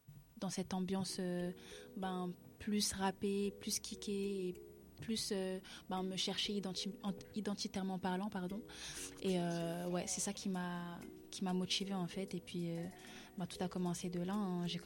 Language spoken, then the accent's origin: French; Île-de-France, France; moi, je viens de base du 94.